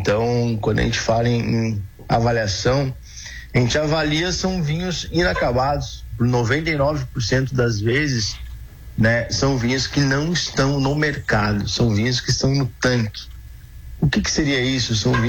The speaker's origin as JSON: {"language": "Portuguese", "region": "Rio Grande do Sul", "country": "Brazil", "said": "Não, a gente sabe que nós mesmos aqui como gaúcho, às vezes, nem nós mesmos sabemos, né? Quão grande é a nossa história, né?"}